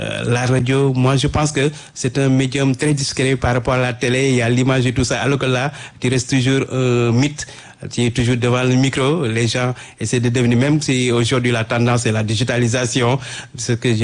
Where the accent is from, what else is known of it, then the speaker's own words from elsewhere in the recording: Pout, Thiès, Senegal; also born or lived in Dakar / Rufisque; c'est un Sénégalais, un citoyen sénégalais qui est né à Dakar, mais qui a grandi à Poutre. Ma ville d'origine, c'est Poutre. J'habite à Poutre dans la région de Thiès. C'est là-bas que j'ai fait mes études primaires.